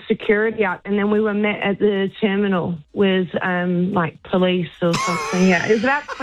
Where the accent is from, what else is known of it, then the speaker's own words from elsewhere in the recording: England, United Kingdom; So we grew up in England, and we went to France as a day trip on the ferry.